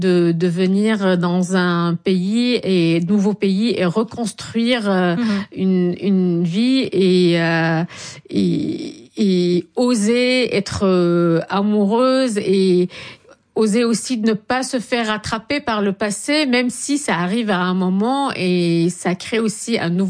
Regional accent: Syria; il faut que je tourne une grande partie en Syrie

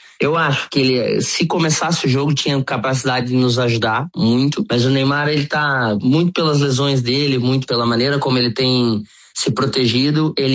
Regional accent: Brazil; now in United Arab Emirates; mesmo sendo brasileiro

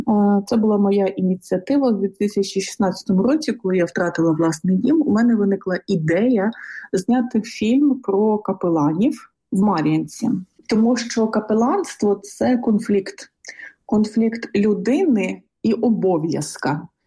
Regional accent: Donbas, Ukraine; моя місія – це розповідати про регіони, звідки я родом, і про Донбас в цілому

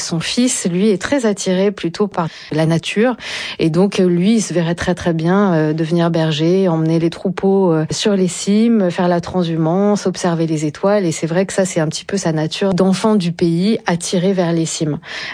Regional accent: Romans-sur-Isère, Auvergne-Rhône-Alpes, France; J'ai grandi là, alors pas dans les montagnes. Moi, j'ai grandi à Romans, la petite ville qui se situe à quelques kilomètres des pieds du Vercors.

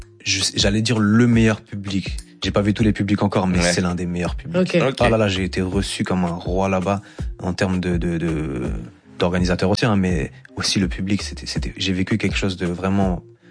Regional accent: Martinique; je dis que je suis martiniquais, mais je suis haïtien dans le cœur aussi.

